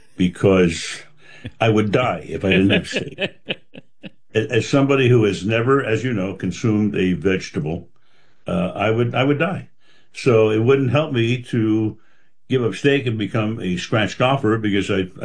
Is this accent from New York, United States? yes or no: yes; Brooklyn, New York, United States; I'm a kid growing up in Brooklyn in a one-bedroom apartment.